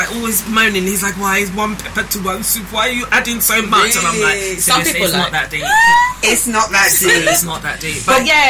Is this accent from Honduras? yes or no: no; Ghana; which is my middle name, which is actually … because I'm Ghanaian.